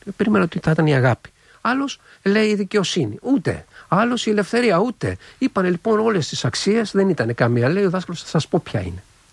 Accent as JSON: {"language": "Greek", "country": "Greece", "moved": "yes", "lives_now": "China", "said": "σαν Έλληνας"}